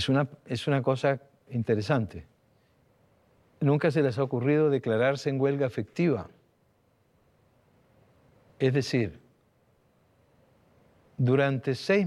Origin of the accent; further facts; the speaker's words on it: Italy; A mí me encanta cocinarme a mí solo, como buen italiano.